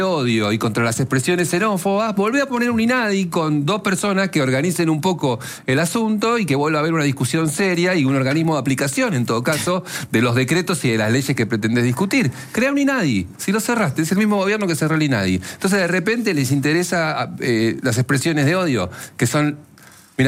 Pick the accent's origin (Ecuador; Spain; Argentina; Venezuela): Argentina